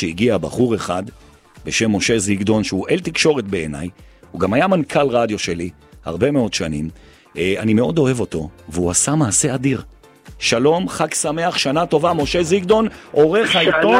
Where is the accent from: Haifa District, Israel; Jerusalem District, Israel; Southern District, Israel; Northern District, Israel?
Jerusalem District, Israel; Jerusalem; born there; אני ירושלמי, נולדתי בירושלים